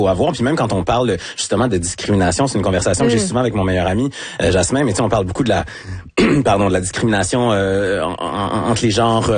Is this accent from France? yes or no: no; Quebec City, Quebec, Canada; born there; Je ne suis pas né au Sénégal. Je suis né à Québec. Je suis né à Québec, deux parents sénégalais, cela dit, qui étudiaient à l'Université Laval.